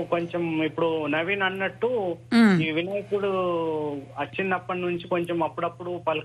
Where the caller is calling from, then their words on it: Nirmal district, Telangana, India; మాది నిర్మల్ జిల్లా పార్టీకే విలేజ్ మండల్.